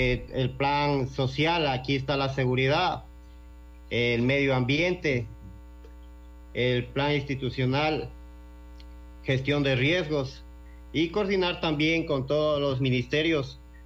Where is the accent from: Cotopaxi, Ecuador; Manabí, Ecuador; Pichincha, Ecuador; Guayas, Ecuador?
Cotopaxi, Ecuador; Moraspungo parish; Nacido y criado aquí en el Cantón Pangua, en la parroquia Morascungo.